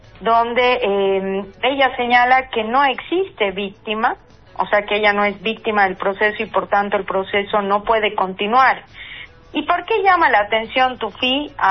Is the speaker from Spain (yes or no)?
no; Bolivia; esta violencia que estamos viviendo como bolivianos en las calles